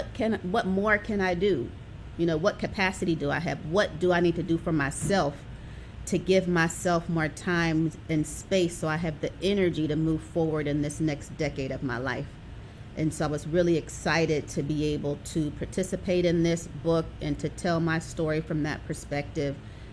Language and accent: English; Pittsburgh, Pennsylvania, United States; now in Atlanta, United States; I am hailing from Atlanta, but I'm also by way of Pittsburgh, Pennsylvania. I grew up in Pittsburgh.